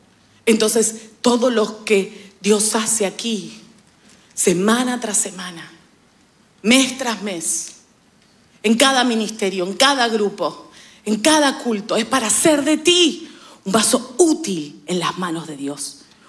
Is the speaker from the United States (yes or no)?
no; Argentina